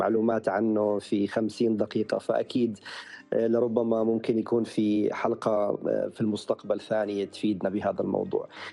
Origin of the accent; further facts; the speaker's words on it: Jordan; يعني عادة إحنا عندنا في الأردن دراسة هندسة العمارة 5 سنين